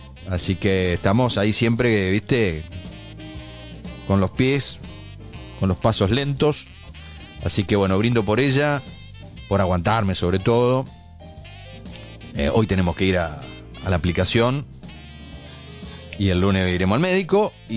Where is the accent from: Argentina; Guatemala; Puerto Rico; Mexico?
Argentina; Cometemos, somos argentinos, además